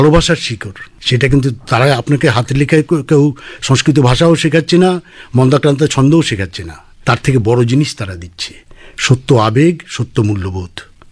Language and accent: Bangla; Silchar, Assam, India; born there; আমি 49 সালে, মা এলেন শিলচরে, এসে বাসা বাঁধলেন বাবা মা, সেখানে আমি জন্মালাম।